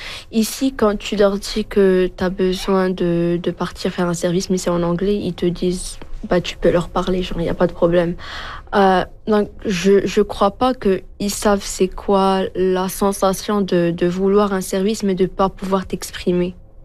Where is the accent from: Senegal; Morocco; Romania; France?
Morocco; moved away; On vient du Maroc.